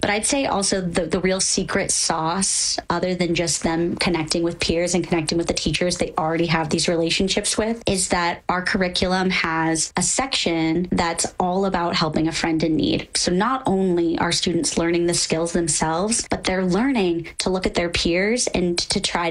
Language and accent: English; Henderson, Nevada, United States; being from Nevada, I grew up in Henderson.